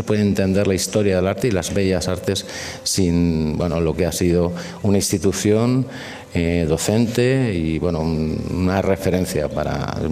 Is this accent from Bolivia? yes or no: no; Valencian Community, Spain; pero eso digamos que constituye la base de nuestra idiosincrasia, ¿no?, como valencianos.